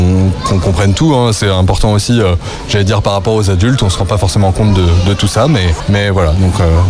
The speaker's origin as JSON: {"language": "French", "town": "Fresnay-sur-Sarthe", "region": "Pays de la Loire", "country": "France"}